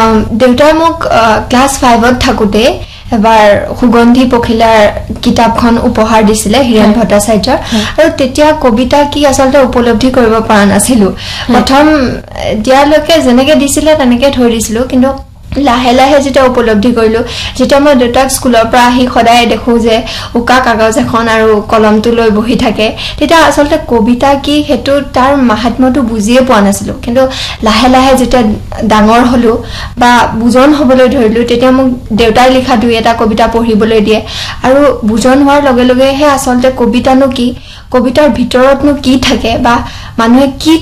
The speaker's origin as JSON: {"language": "Assamese", "town": "Narayanpur", "region": "Assam", "country": "India", "tie": "born or raised there", "said": "মোৰ ঘৰ লখিমপুৰ জিলাৰ নাৰায়ণপুৰত আৰু মোৰ ঘৰত মোৰ মা দেউতা আৰু মই"}